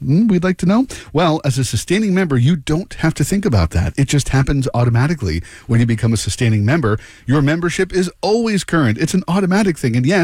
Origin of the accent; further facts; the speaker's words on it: Dobbs Ferry, New York, United States; who's near my hometown up north there in Dobbs Ferry